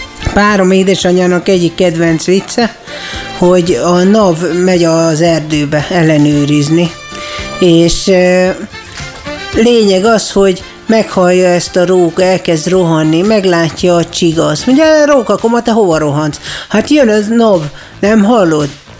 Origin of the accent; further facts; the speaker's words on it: Debrecen, Hajdú-Bihar, Hungary; Hozzáteszem, én Debrecenbe születtem, nőttem föl, és itt is élek, és ha nem muszáj, én nem hagynám el Debrecen